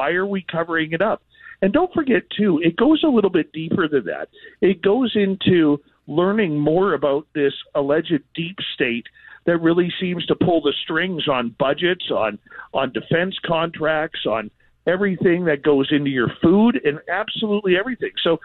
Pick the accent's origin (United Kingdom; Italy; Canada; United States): Canada; I'm Canadian, and so I don't know about that.